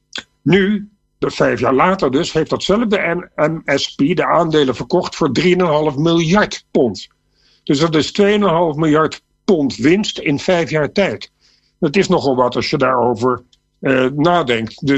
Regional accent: Netherlands; Wij zijn misschien als Nederlander enigszins bevooroordeeld.

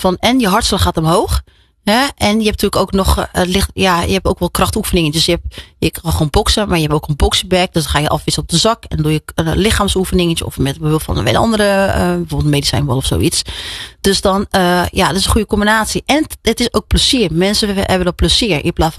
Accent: Rotterdam, South Holland, Netherlands; Ik zeg gewoon, ik ben gewoon een Rotterdammer.

